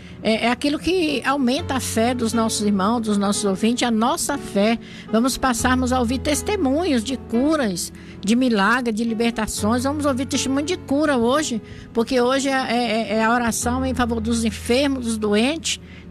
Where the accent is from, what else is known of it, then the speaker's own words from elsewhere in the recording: Salvador, Bahia, Brazil; born there; moved away; os ouvintes lá da minha terra natal, Salvador, Bahia